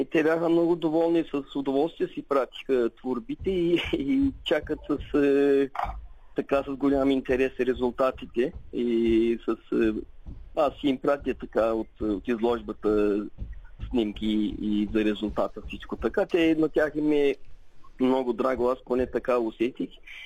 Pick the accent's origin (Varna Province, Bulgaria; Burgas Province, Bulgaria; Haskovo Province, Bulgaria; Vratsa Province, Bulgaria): Burgas Province, Bulgaria; Aytos; also born or lived in Boyno; Аз съм роден в село Бойно, в близо до Ардино, но съм израснал в Айтос.